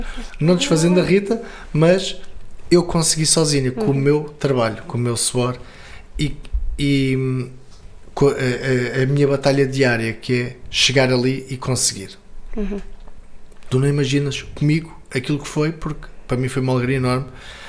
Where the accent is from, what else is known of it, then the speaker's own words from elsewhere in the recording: Centro, Portugal; moved away; Serra da Estrela. De onde eu sou, de onde eu vim, onde tenho família.